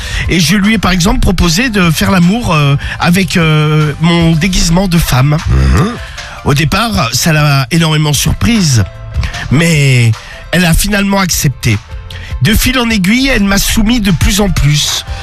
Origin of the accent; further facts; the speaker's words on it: Clermont, France; j'ai 42 ans, je suis de Clermont.